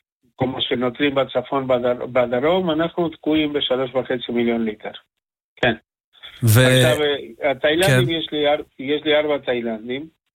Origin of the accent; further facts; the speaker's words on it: Argentina; accent: Spanish; Hebrew is a second language; now in Israel; אני ארגנטינאי.